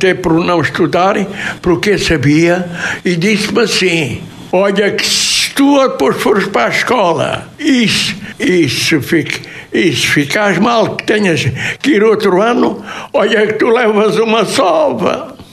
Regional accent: Portugal; born there; moved away; É de onde eu sou. Sou da freguesia de Esperança.

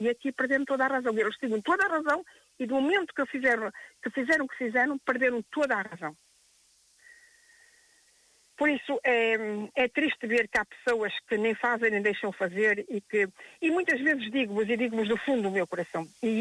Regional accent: Portugal; moved away; anos em Portugal, e depois dos 33 voltei para Portugal. Tive 20 anos ausente, mas estou aqui. Amo a minha terra como muito poucos podem amar.

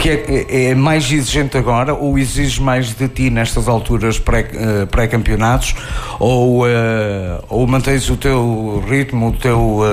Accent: Portugal; nós, enquanto portugueses

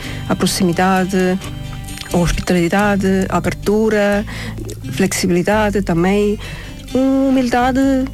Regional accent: Estonia; Portuguese is a second language; now in Portugal

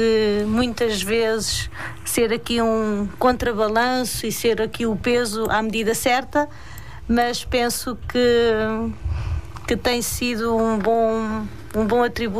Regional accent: Monte Bom, Portugal; De Monte Bom, nós somos de Monte Bom.

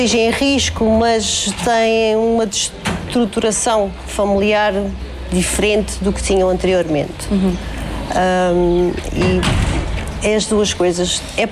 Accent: São Brás de Alportel, Faro, Portugal; born or raised there; now in Fuseta, Portugal

